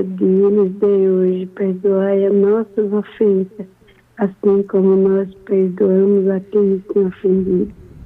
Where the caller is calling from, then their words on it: São Paulo, Brazil; aqui em Itaquera